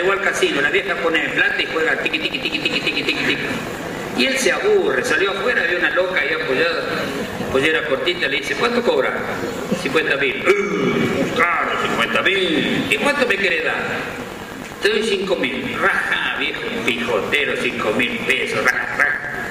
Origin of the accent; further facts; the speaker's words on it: San Francisco, Córdoba, Argentina; Pero bueno, tenemos las historias de mi pueblo. Hay un cuento que me gusta porque es de un viejo de mi pueblo que le gustan las mujeres, la de él y las otras. Nosotros le decimos un pitero, no sé cómo le dicen acá.